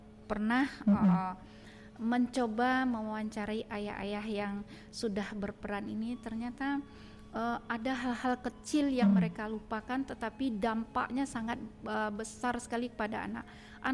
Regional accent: West Sumatra, Indonesia; di tengah-tengah masyarakat kita, Minang ini

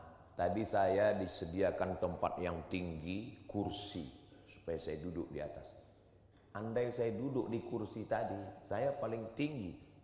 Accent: West Sumatra, Indonesia; Tapi karena orang Minangkabau mau ngasih tahu, di kampung kami namanya surau.

